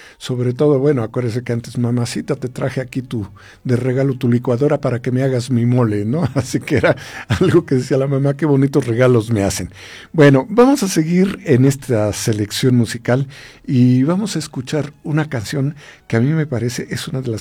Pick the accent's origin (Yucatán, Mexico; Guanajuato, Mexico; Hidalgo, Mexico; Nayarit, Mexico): Hidalgo, Mexico; Ixmiquilpan; also born or lived in Alfajayucan; Yo viví mi infancia en Ismiquilpan y en Alfajayucan